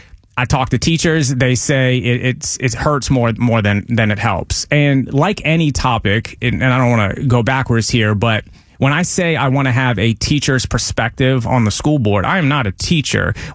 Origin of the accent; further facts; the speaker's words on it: Pinellas County, Florida, United States; born and raised in Pinellas County